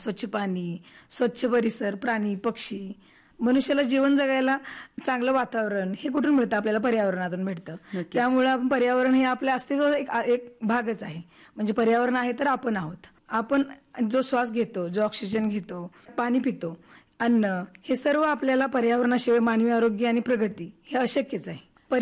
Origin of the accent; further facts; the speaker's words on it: Sangli, Maharashtra, India; moved away as an adult; now in Dharashiv, India; माझं माहेर सांगली आहे आणि सासर धाराशिव जिल्हा आणि लोहारा तालुका आहे.